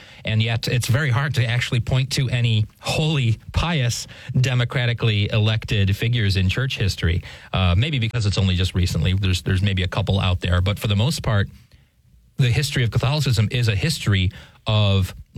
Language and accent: English; St. Louis, Missouri, United States; Yeah, I'm from St. Louis, Missouri.